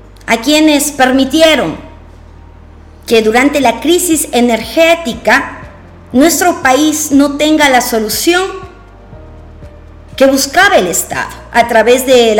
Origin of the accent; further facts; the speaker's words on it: Ecuador; seguimos nosotros como ecuatorianos a la espera.